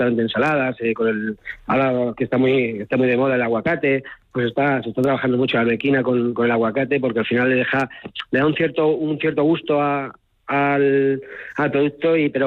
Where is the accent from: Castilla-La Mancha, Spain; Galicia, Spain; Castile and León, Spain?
Castilla-La Mancha, Spain; Alcázar de San Juan; nosotros somos, el origen somos de Alcázar de San Juan, la familia, la finca también está en el término de Alcázar de San Juan